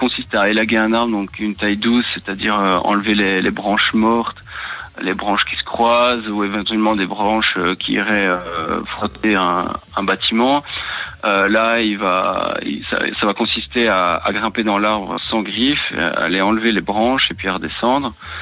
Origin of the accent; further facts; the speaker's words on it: Virton, Wallonia, Belgium; now in Montgodinne, Belgium; Alors, effectivement, j'habite à Montgodine, mais je suis originaire de Virton.